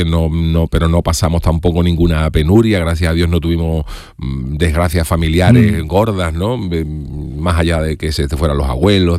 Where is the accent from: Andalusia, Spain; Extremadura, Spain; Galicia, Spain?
Andalusia, Spain; Cádiz; Yo soy beduino, porque en Cádiz, como tú bien dices, los beduinos se le conocen de murallas para afuera, lo que es la puerta de tierra. Pero yo nací en Cádiz, o sea, yo de nacimiento soy gadita.